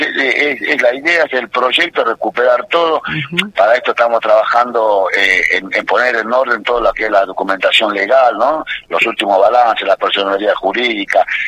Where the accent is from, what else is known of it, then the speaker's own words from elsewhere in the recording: Campamento Vespucio, Salta, Argentina; moved away as an adult; also born or lived in southern Argentina; Yo soy nacido y criado acá, por cosa de la vida, me tuve que ir al sur, trabajé allá en el sur, y bueno, quizá decidí venirme a vivir acá, y cuando vuelvo a mi pueblo, que siempre estuvo en mi corazón acá